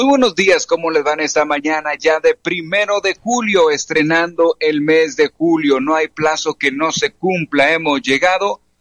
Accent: Mexico; como buen mexicano que somos aquí en la producción de Modo Play

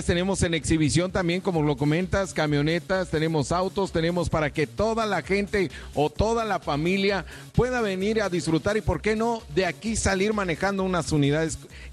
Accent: Soto La Marina, Tamaulipas, Mexico; yo soy de Soto La Marina, pero me interesa la información

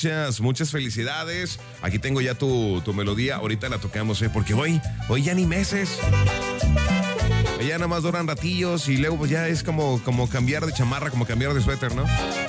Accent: Nuevo León, Mexico; va que va para mi reina Elizabeth, soy el regio, muchas gracias, échele mi regio.

